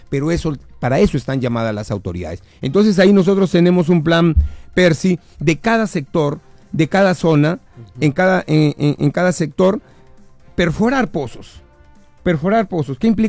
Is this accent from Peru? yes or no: yes; Piura, Peru; Soy un piurano de pura cepa, nací y crecí en el asentamiento humano Pachitea